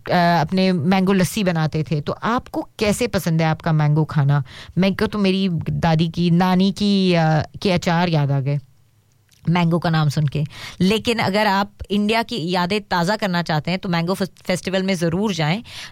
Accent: Mumbai, Maharashtra, India; also born or lived in Hyderabad; now in Australia; मैं बॉम्बे से हूँ तो फिर बॉम्बे में हापूस तो मिलता ही मिलता है और मैंने बहुत खाया हुआ है उसके पहले मैं रहती थी हैदराबाद में

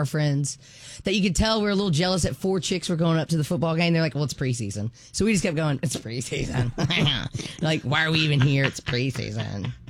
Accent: Memphis, Tennessee, United States; we're from Memphis.

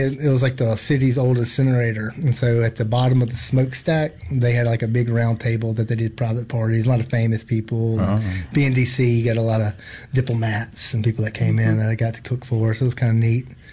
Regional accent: Clinton, Mississippi, United States; So I grew up in Clinton, and then went to Southern for my undergrad.

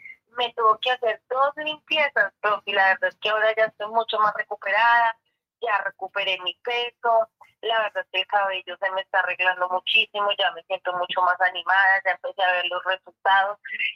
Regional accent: Bogotá, Colombia; now in Tenjo, Colombia; Sí, señor, paciente, soy de Bogotá.

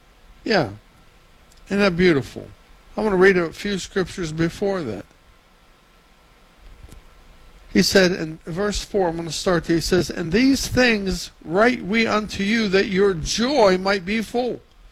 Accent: Weirton, West Virginia, United States; I'm from Weirton, West Virginia.

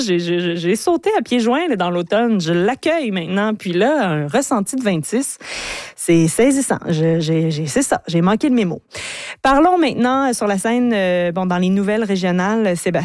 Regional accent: Quebec, Canada; chez nous, en Mauricie, au centre du Québec?

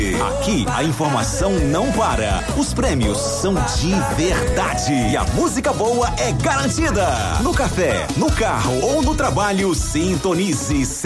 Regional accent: Minas Gerais, Brazil; eu sou mineiro

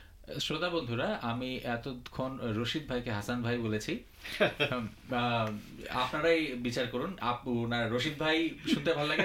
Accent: Bangladesh; moved away; আমাকে যদি কেউ জিজ্ঞেস করতো যে তুমি কোথা থেকে এসছো, তখন অনেক সময় বাংলাদেশের নাম বললে অনেকে বুঝতো না

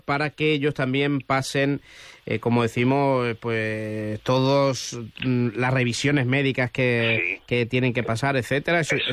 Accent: Extremadura, Spain; Y eso que nosotros venimos de Extremadura, que hace calor, pero vamos, no tiene nada que ver.

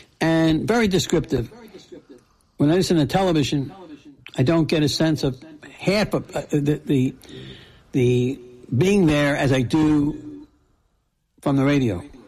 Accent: Brookline, Massachusetts, United States; born there; I was born in Boston, born in Brookline, Mass.

